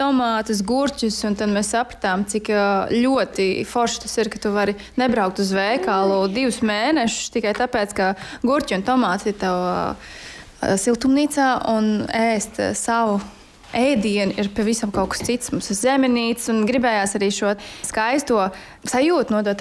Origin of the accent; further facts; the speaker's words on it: Ropaži, Ropaži Municipality, Latvia; es pati esmu no Ropažiem. Vienmēr esmu dzīvojusi, kopš sev atceros, ārā laukos.